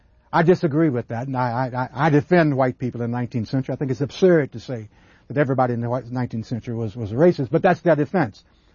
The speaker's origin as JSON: {"language": "English", "town": "Jackson", "region": "Mississippi", "country": "United States", "tie": "born or raised there", "also_born_or_lived": "Clarksdale, Mississippi / Atlanta, Georgia", "moved": "as an adult", "said": "I was born in Clarksdale. My mother was visiting there. I grew up in Jackson, and I grew up in Jackson, Mississippi."}